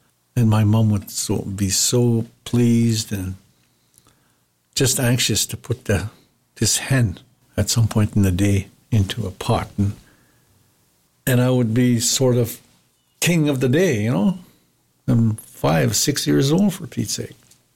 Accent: Canada

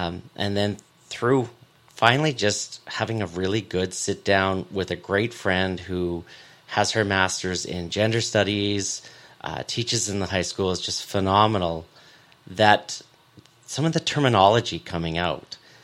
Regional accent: Penticton, British Columbia, Canada; also born or lived in Summerland; And growing up here in this region, growing up in Penticton and Summerland, and in a fairly well-known family

